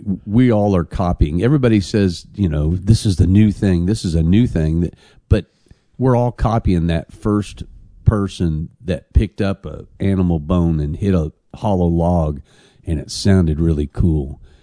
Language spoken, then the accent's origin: English; Kansas, United States; With the … from Kansas, my home state.